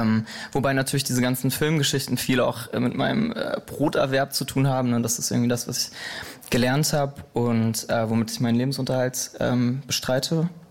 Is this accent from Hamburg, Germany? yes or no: no; Soest, North Rhine-Westphalia, Germany; also born or lived in Lemgo / Ludwigsburg; now in Berlin, Germany